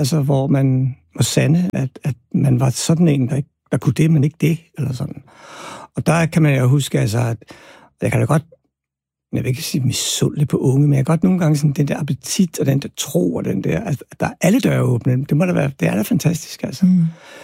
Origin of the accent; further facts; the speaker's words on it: Albertslund, Capital Region of Denmark, Denmark; jeg havde jo et meget anderledes børneliv, end mine egne børn har haft, fordi at jeg voksede op i Albertslund på Villavej, og det, der hedder Soveby.